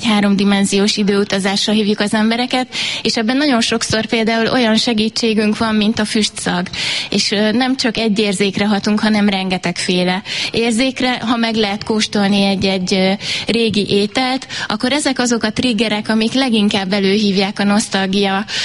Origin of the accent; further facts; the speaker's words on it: Northern Hungary, Hungary; Az észak-magyarországi falu, ennek voltam a felelőse, amikor elkészült, innen származom, és ehhez köt a legtöbb érzelmi kötelék.